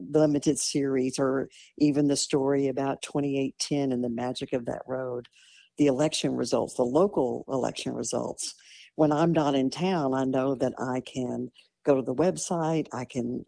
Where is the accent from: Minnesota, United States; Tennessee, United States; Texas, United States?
Texas, United States; Marfa; I was born and raised in Marfa.